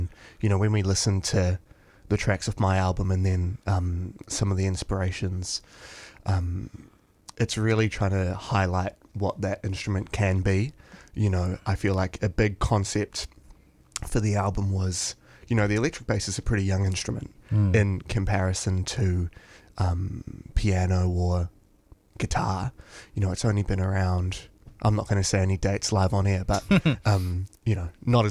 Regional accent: New Zealand; moved away as an adult; now in Australia; my dad's family is from New Zealand, so that's where I was born and grew up.

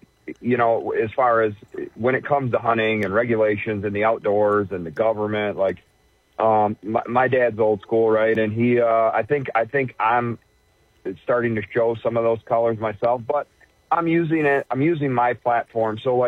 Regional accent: Ubly, Michigan, United States; I grew up in the Thumb of Michigan, specifically the Ubley area.

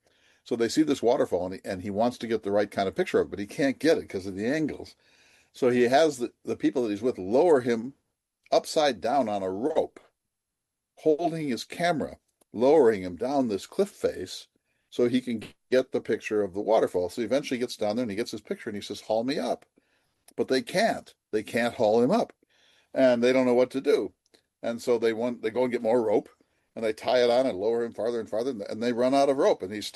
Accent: North Dakota, United States; I had a friend in my hometown in North Dakota who suffered grievously from it.

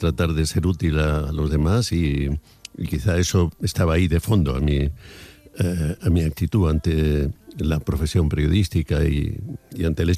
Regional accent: Andalusia, Spain; tengo con Miguel una relación como andaluz

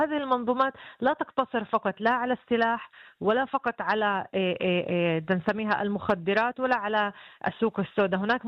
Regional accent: Israel; أنا أقول نحن كمجتمع فلسطيني في الداخل رجحنا على الرغم من كل العنصرية والتحديات وقلة الموارد

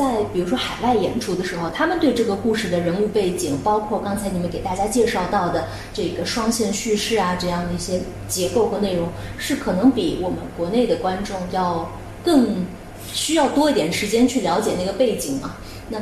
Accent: Jiangsu, China; 作为江苏人没有碰过，没有了解过这个香云纱

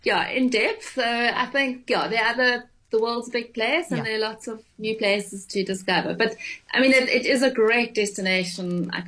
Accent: South Africa; as a South African

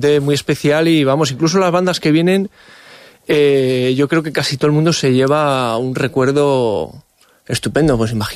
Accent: Espejo, Andalusia, Spain; Está feo que lo diga yo porque es mi pueblo, pero...

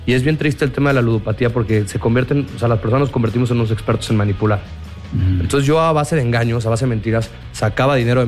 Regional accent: San Luis Potosí, Mexico; Yo soy de San Luis Potosí.

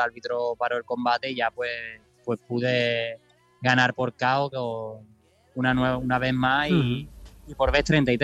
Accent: Cádiz, Andalusia, Spain; now in Thailand; empiezo en Cádiz, tengo todo el mes por toda España, pero tenía que empezar en mi tierra, que la verdad que se echa mucho de menos

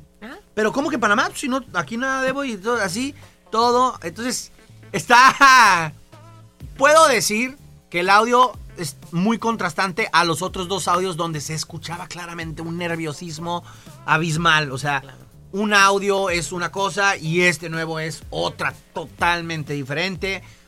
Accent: Mexico

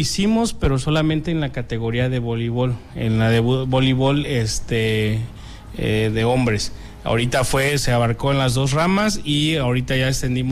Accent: Kilómetro 30, Guerrero, Mexico

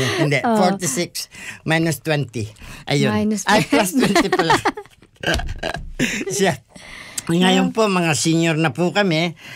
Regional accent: Bicol Region, Philippines; first language Bicol; Tagalog is a second language; now in Melbourne, Australia; alam naman ng karamihan dito sa Melbourne na ang native tongue ko is not Tagalog. Bicol. Ang aking salita, Bicol.

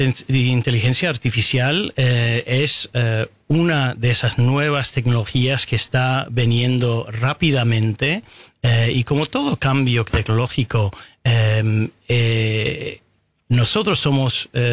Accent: Canada; now in Argentina; Para Canadá es un momento cuando un país como el nuestro

